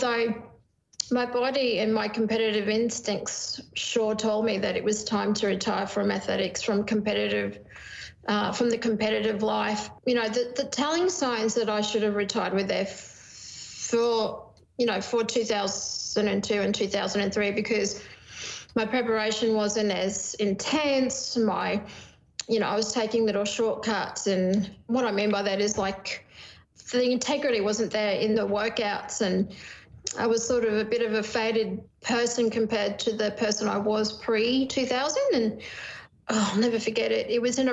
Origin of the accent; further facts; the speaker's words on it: Queensland, Australia; also born or lived in Brisbane; as a little girl growing up in Queensland and then spending some of my teenage years in Brisbane